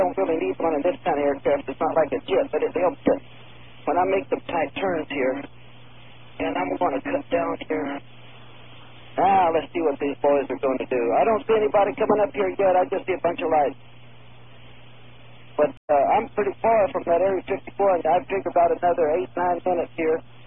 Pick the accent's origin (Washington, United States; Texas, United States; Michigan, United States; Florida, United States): Texas, United States; Fort Worth; Well, I'm up here from Fort Worth in my little airplane.